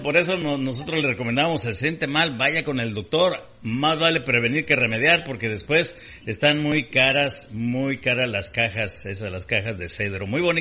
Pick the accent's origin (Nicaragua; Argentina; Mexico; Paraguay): Mexico; moved away as an adult; Nosotros que somos mexicanos 100%, ¿verdad? Nosotros nacimos en México, crecimos, estudiamos, y luego ya nos venimos acá.